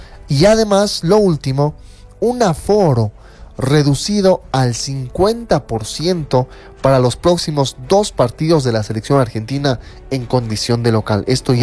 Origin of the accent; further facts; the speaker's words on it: Bolivia; Claro, nosotros como bolivianos nos conviene.